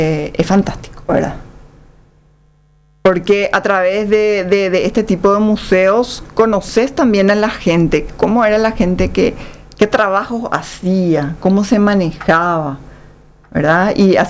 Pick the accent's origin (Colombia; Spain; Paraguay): Paraguay; es una obligación como paraguayos sentirnos